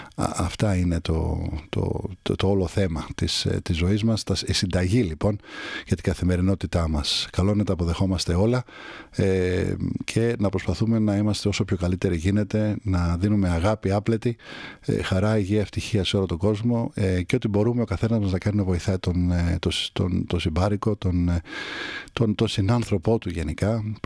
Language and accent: Greek; Kaminia, Attica, Greece; δίπλα ακριβώς από εκεί που μεγάλωσα εγώ στα Καμίνια.